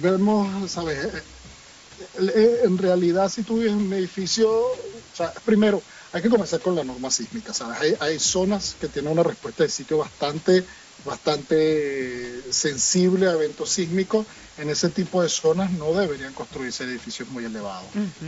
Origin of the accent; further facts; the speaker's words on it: Venezuela; de mi infancia en Venezuela, en los colegios sí se realizaban prácticas de evacuación